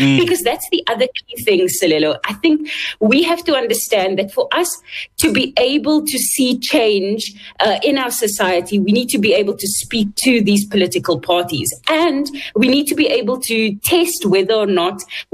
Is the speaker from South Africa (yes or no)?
yes; South Africa; But over and above that, we are all South African citizens. And there are common challenges that all of us face.